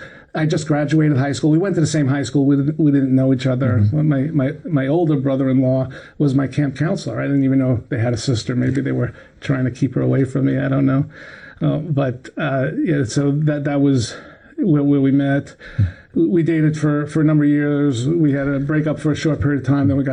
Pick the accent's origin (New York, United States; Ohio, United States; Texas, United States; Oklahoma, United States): New York, United States; Brooklyn; My neighborhood, by the way, where I grew up in Brooklyn, I grew up in a neighborhood that was 99% Jewish, right?